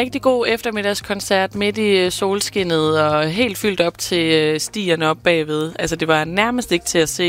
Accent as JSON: {"language": "Danish", "town": "Esbjerg", "region": "Region of Southern Denmark", "country": "Denmark", "said": "jeg kommer fra Esbjerg i Jylland"}